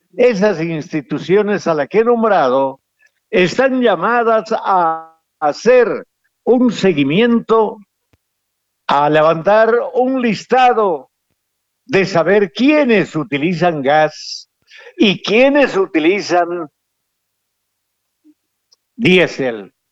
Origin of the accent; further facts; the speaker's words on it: Bolivia; ¿qué somos, y aquí me incluyo, qué somos los bolivianos